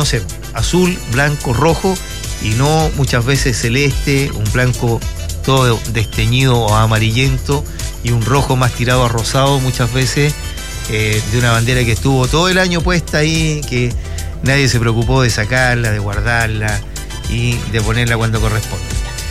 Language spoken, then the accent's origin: Spanish; Chile; La bandera representa mucho para quienes somos chilenos, bueno, y amantes de nuestra patria.